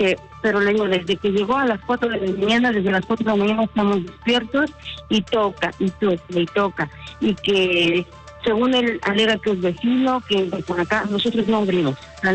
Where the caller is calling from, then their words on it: Mexico; soy mi privada de Violeta, de 1418, en Viveros del Valle